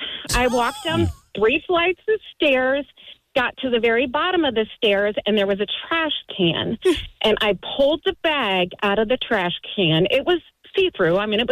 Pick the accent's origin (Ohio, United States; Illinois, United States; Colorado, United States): Ohio, United States; now in Greensboro, United States; I'm from Greensboro, or live in Greensboro, but grew up in northern Ohio.